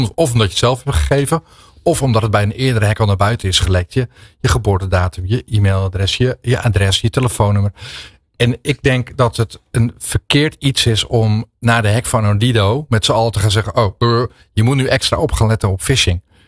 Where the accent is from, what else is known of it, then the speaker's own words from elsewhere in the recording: Netherlands; Toevallig hebben wij nu in Nederland best wel een opeenlopend riedeltje van incidenten die ons als Nederlanders, zeg maar even zo, aangaan.